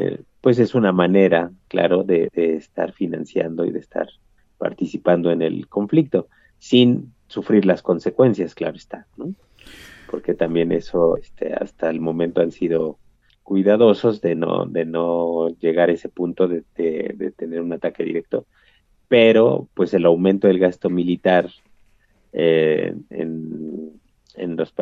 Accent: Mexico

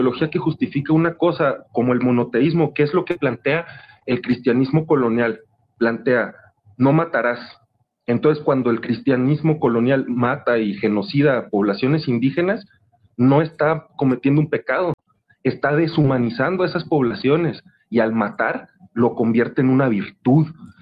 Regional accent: Mexico; como mexicanas, mexicanos, clase obrera de pueblos originarios

